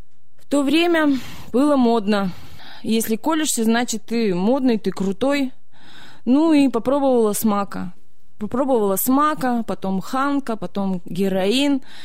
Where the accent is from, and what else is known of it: Chaykovsky, Perm Krai, Russia; born or raised there